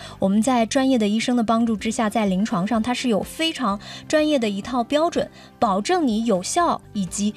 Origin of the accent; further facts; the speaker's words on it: China; 我们中国人呢很多朋友都有午睡的习惯哈